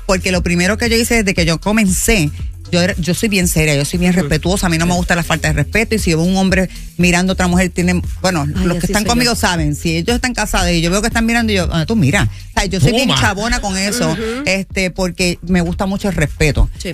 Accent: Puerto Rico; Lo que pasa es que es así, y si somos puertorriqueños igual, lo dejamos todo para el último día.

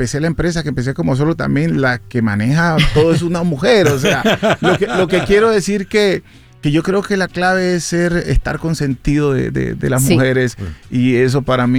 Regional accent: Buenaventura, Valle del Cauca, Colombia; Yo nací en Buenaventura. Me crié en Buenaventura

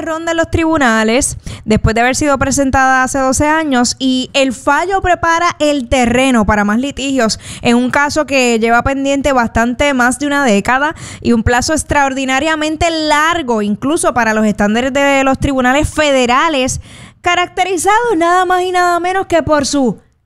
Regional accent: Puerto Rico; Yo soy de Puerto Rico. Yo soy de Puerto Rico.

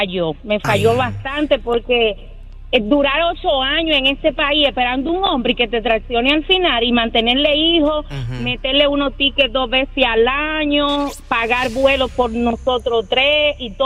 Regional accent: Dominican Republic; Sí, no, en mi país, en República Dominicana.

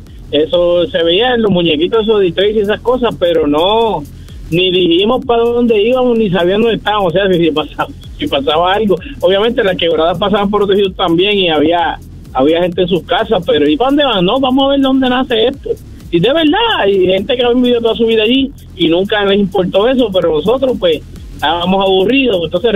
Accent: Guaynabo, Puerto Rico; Yo soy de Guaynabo antes de que fuera así. Entonces, a mucho orgullo, soy guaynabeño, no guay de los otros. Mira, yo vivía en el barrio Otro Nuevo y en la finca donde yo me crié había una quebrada.

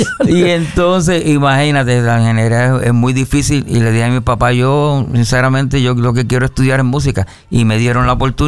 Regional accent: Maricao, Puerto Rico; Yo soy de Maricao, Puerto Rico, y el área oeste.

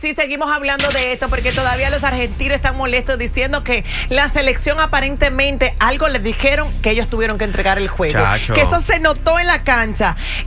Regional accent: Dominican Republic; Nosotros no somos ni españoles ni argentinos. Soy dominicana.

